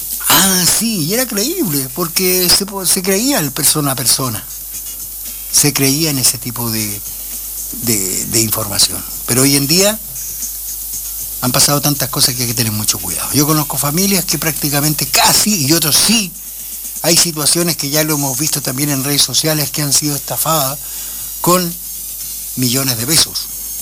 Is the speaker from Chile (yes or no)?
yes; Chile; Como los peruanos dicen el pe, nosotros decimos po.